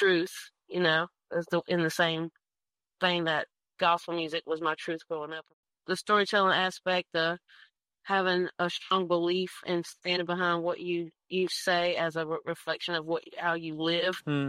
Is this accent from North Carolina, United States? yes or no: yes; Mount Olive, North Carolina, United States; So Mount Olive is in close proximity to Botankus. So normally I just tell people I'm from Mount Olive.